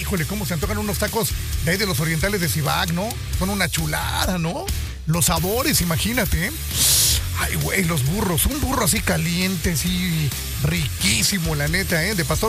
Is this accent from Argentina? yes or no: no; Morelos, Mexico; moved away; Más que yo soy de ahí, que ahí me crié en Cibaque